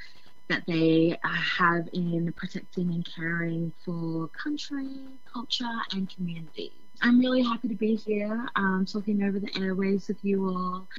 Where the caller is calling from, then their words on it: Melbourne, Victoria, Australia; I'm calling in from Nam, which is the traditional name for Melbourne of the Wurundjeri Woiwurrung people.